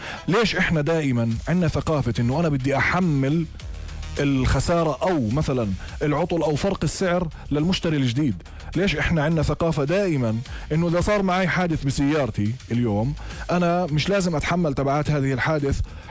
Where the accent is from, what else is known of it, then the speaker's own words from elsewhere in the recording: Jordan; عندنا في الأردن